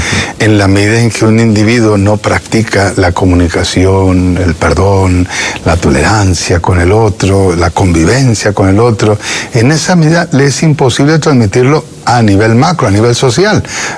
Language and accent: Spanish; Parral, Chihuahua, Mexico; also born or lived in Ciudad Juárez; nosotros llegamos con una familia migrante, nos trasladamos de Parral, Chihuahua, al sur del estado de Chihuahua, en México, hacia Ciudad Juárez en 1980.